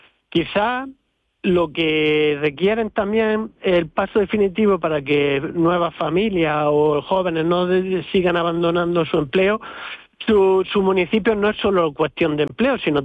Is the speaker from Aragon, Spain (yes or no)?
no; Purchena, Andalusia, Spain; yo soy de Purchena